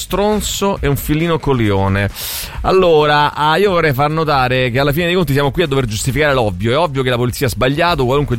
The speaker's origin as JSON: {"language": "Italian", "town": "Latina", "region": "Lazio", "country": "Italy", "tie": "born there", "said": "io so fascio perché sono nato a Latina. Nato basta quello."}